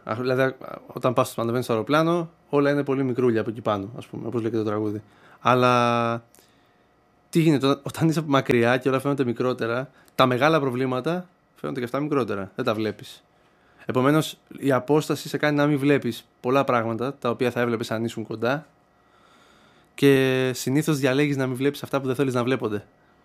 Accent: Aliveri, Central Greece, Greece; moved away; also born or lived in Australia; Το βλέπω, ας πούμε, κάπως νοσταλγικά το Αλιβέρι τώρα, που δεν μπορούσα να το εκτιμήσω έτσι όταν μεγάλωνα εδώ.

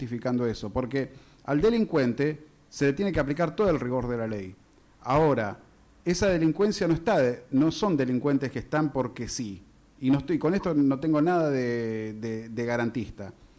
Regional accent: Argentina; Acá se trata de que somos argentinos.

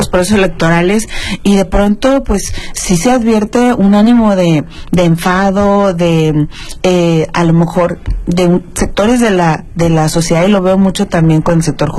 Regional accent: Mexico

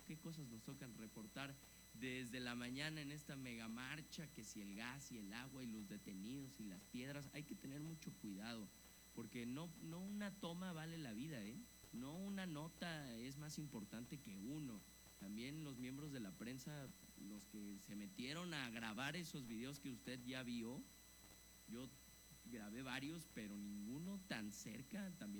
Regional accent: Mexico; todos somos mexicanos, todos estamos en este mismo país

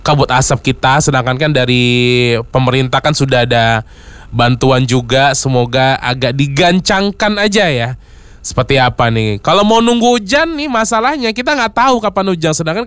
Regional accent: Palembang, South Sumatra, Indonesia; kita sebagai warga Palembang ya

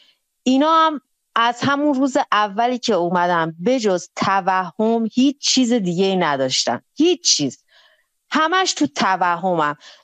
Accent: Iran; بنابراین من خودم هم به عنوان یک ایرانی،

